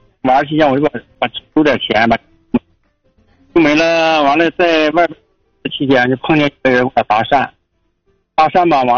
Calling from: Changchun, Jilin, China; 因为我是长春的嘛

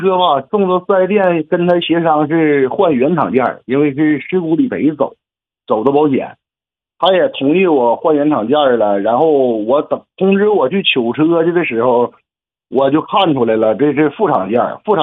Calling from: Changchun, Jilin, China; 咱长春的

